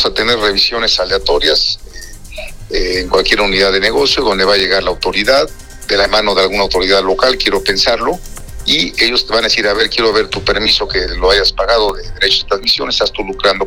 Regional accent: Mexico

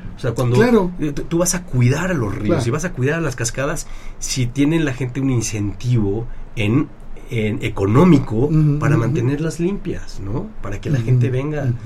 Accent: Mexico; como país, como mexicanos

